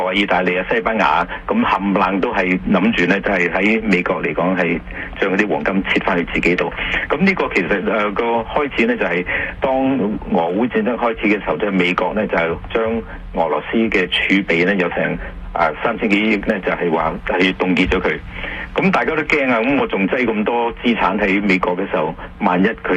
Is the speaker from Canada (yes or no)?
yes; Canada; 我哋加拿大人